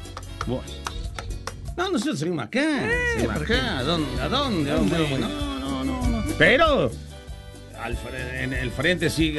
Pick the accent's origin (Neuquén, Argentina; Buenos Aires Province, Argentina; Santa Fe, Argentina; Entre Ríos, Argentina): Buenos Aires Province, Argentina; Junín; Somos de Junín, Buenos Aires.